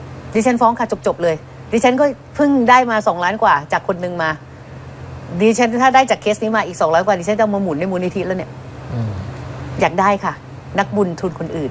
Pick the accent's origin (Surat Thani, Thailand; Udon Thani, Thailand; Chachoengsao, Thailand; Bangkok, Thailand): Chachoengsao, Thailand; Ban Pho; ดิฉันเป็นคนบ้านโพตำบลดอนทรายอำเภอบ้านโพจังหวัดฉะเชิงเทรา